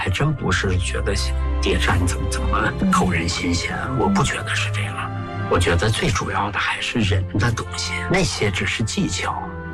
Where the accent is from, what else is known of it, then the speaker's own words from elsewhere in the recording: Heilongjiang, China; 就因为我本身是黑龙江人嘛，小时候文目睹，我对那块土地特别熟悉嘛